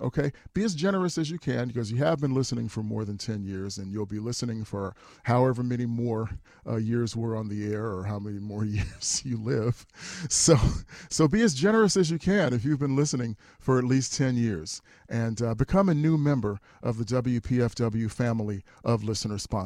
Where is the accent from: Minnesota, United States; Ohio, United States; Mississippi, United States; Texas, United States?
Texas, United States; Houston; moved away; I'm from Houston. I started broadcasting at the Pacifica station there, KPFT.